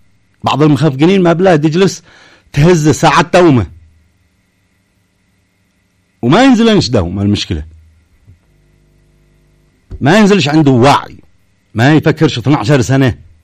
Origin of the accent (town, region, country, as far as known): Yemen